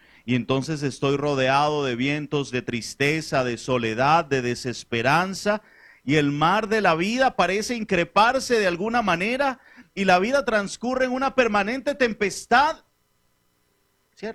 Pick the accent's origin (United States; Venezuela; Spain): Venezuela; now in Colombia; como venezolano en el exterior